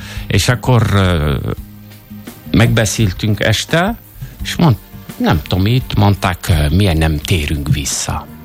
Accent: Algeria; Hungarian is a second language; moved away as an adult; now in Hungary; Algéria. Uh-huh. És akkor ott voltam 7 évig.

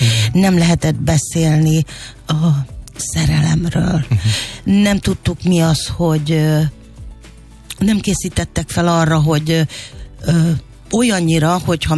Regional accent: Békés, Hungary; Na most így adódott az, hogy Békés megyében, mint említettük, hogy Békés megyei vagyok

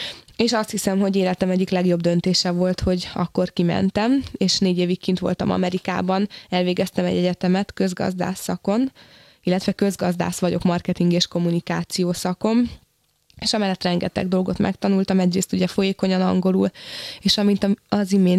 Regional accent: Hungary; born there; also born or lived in United States; mert valószínűleg nem véletlenül születtem Magyarországra, és iszonyatos volt a honvágyam is.

